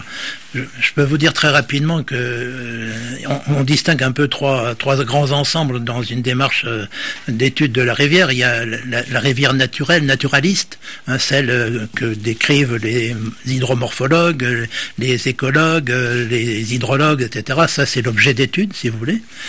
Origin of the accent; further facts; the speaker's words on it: France; chez nous, en Europe, en France